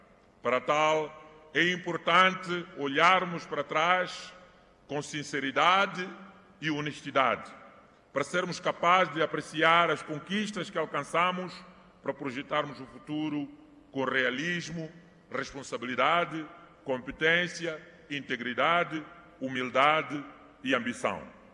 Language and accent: Portuguese; Mozambique; Estes recursos devem beneficiar o povo moçambicano e a todos nós como moçambicanos.